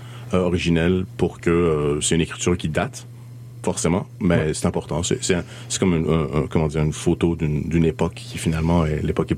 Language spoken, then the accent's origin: French; Iran; moved away; C'est-à-dire que moi qui pensais qu'on a quitté l'Iran comme tout le monde, c'est-à-dire dans les années 80. Nous, on est restés encore un peu plus longtemps